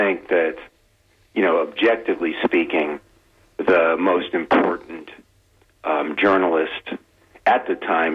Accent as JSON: {"language": "English", "area": "Pinellas County", "region": "Florida", "country": "United States", "tie": "born or raised there", "moved": "as an adult", "said": "I was born and raised in Pinellas County, and I'm 70 years old. And I've lived all over the world, but I've always, you know, come back for periods of time."}